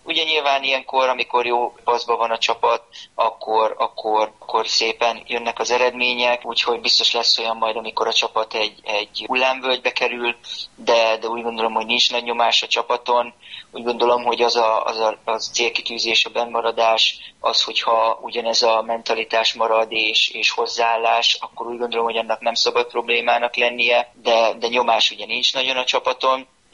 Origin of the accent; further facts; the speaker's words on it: Karcag, Jász-Nagykun-Szolnok, Hungary; amikor még a Ferencváros is játszott karcagon, én akkor labdaszedő voltam, tehát én ebbe a közegben nőttem fel, akkor nagyon nagy futballőrület volt karcagon